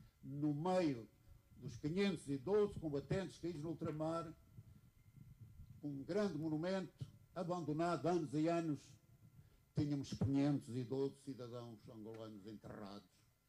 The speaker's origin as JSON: {"language": "Portuguese", "town": "Oleiros", "region": "Castelo Branco", "country": "Portugal", "said": "Termino com a satisfação de estar muito perto da minha terra. Eu sou um olicastrense convicto."}